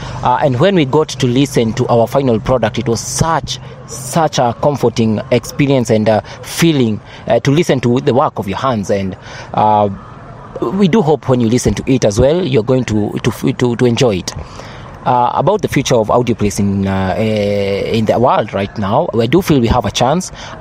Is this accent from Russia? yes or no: no; Kenya; I am a Kenyan, born and raised in Kenya.